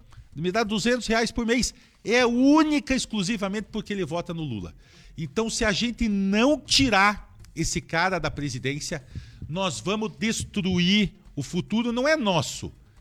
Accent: Curitiba, Paraná, Brazil; eu sou curitibano. Eu sou curitiboca. Sim. Nasci aqui, minha família é daqui. Mas meu pai, quando criança, nasceu em Oeiras, no Piauí.

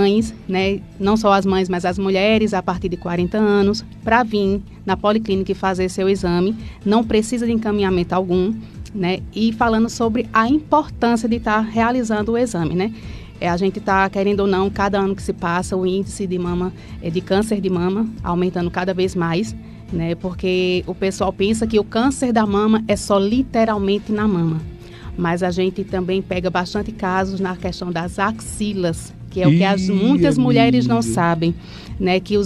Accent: Agrestina, Pernambuco, Brazil; fui nascida e criada lá.

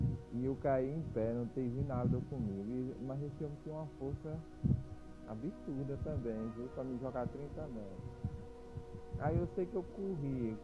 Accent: Bahia, Brazil; Rapaz, de graça. Eu tive um sonho, eu sou aqui da Bahia.

